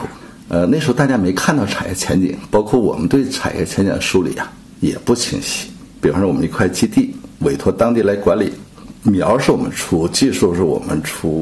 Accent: Jingyu, Jilin, China; 我出生在吉林省靖宇县，是一个英雄县，当地是一个高寒山区

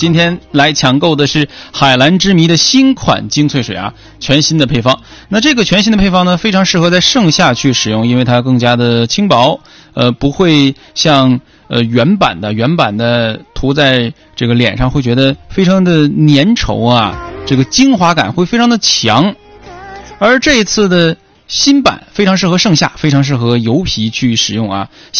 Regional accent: Songyuan, Jilin, China; 再来说说我老家松原的威尼斯啊，我老家松原有一个叫威尼斯水上乐园的地方

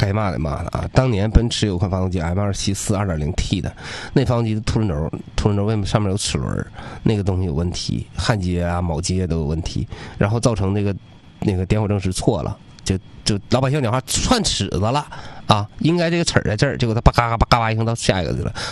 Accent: China; 我都作为中国人我很骄傲。

